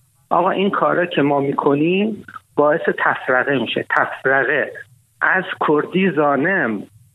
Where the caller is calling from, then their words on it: Khuzestan, Iran; اگر من بخوام بگم من خوزستانیم